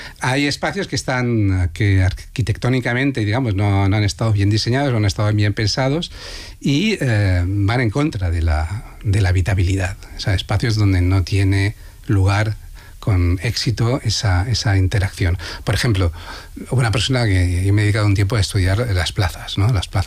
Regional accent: Valencian Community, Spain; sí, soy valenciano, o sea, conozco de cerca lo que es la especulación

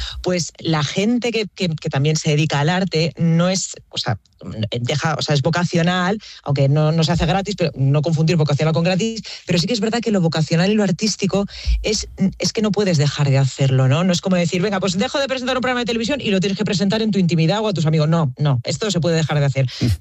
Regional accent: La Vall d'Uixó, Valencian Community, Spain; que yo soy de Baiduxó, que es un pueblo que está rodeado de montañas y que tiene el mar muy, muy, muy, muy cerquita, Moncófar, Chilches, Burriana, Nules, ¿no?

